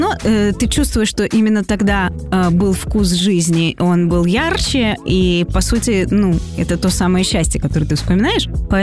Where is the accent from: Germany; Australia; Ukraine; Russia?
Ukraine; Odesa, Odesa Oblast; moved away; я родилась не просто в Одессе, я родилась на Молдаванке. Mm-hmm. Да, и там провела именно все свое детство. Все свое детство именно на Молдаванке.